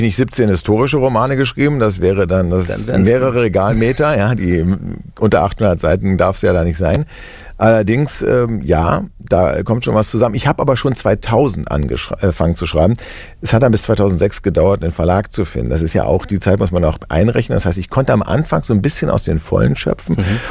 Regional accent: Berlin, Germany; born there; ich bin in Berlin geboren

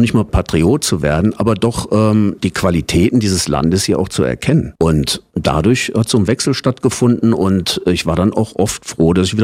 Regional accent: Germany; Ich habe mich immer geschämt, als Jugendlicher Deutscher zu sein, aufgrund der Geschichte, ja.

